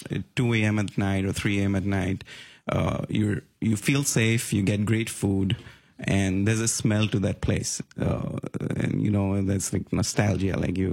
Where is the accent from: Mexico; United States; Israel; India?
India; Mumbai, Maharashtra; So born in Mumbai. Mumbai, as you know, is the financial capital of India.